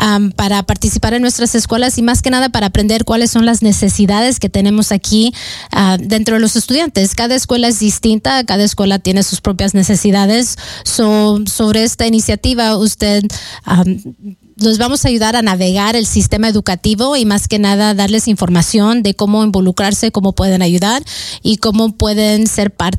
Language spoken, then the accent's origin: Spanish; Washington, United States; also born or lived in San Juan, Texas; Yo nací en San Juan, Texas. Soy tejana, pero cuando estaba creciendo, nos mirábamos mucho para aquí en Washington. Las escuelas primarias y secundarias vivían en áreas como Linden, Bellingham, Mount Vernon